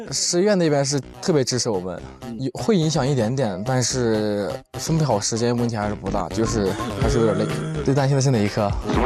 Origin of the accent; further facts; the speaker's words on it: Hubei, China; now in Yunnan, China; 我是湖北人，现在适应了，刚开始来不怎么适应